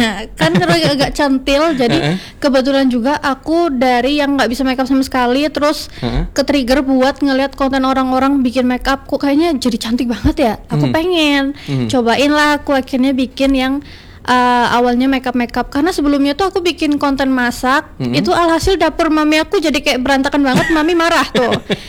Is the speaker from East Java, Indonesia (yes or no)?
yes; Malang, East Java, Indonesia; moved away as an adult; now in Pontianak, Indonesia; waktu aku itu pindah ke Pontianak. Jadi kebetulan asalnya aku tuh dari kota Malang. Aku tuh orang Jawa asli, Jawa.